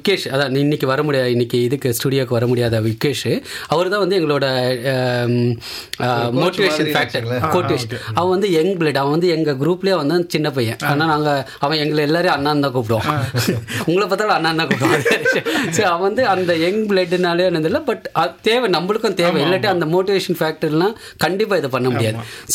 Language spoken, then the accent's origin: Tamil; Chennai, Tamil Nadu, India; moved away as an adult; now in Australia; எனக்கு வீட்லேயும் வந்து சென்னையில் இருக்க, நான் சென்னையில் பிறந்து வளர்ந்தேன்.